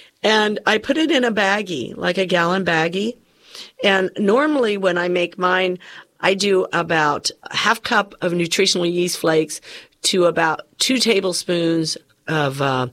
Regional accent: Ireland; I didn't like it as much because I like potatoes. I'm Irish, you know. I love my potato.

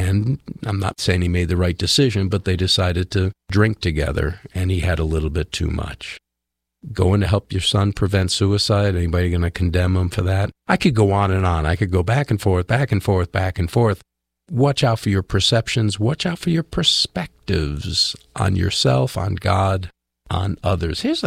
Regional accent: New England, United States; moved away; I am from New England.

